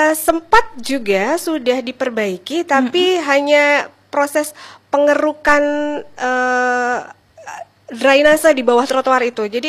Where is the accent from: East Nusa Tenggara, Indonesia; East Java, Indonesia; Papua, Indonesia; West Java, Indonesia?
East Java, Indonesia; Sampang; sebagai orang Sampang